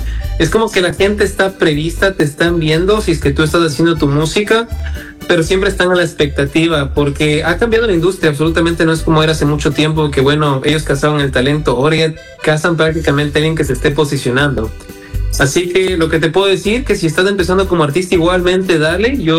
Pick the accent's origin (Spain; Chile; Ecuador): Ecuador; Quito, Pichincha; Bueno, la verdad es que yo soy de Quito, nacido en Quito, pero voy a ser un híbrido, ¿ok?